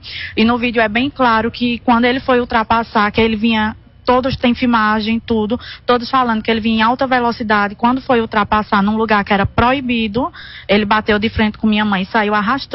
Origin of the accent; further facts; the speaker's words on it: Águas Belas, Pernambuco, Brazil; Isso, somos de Águas Belas.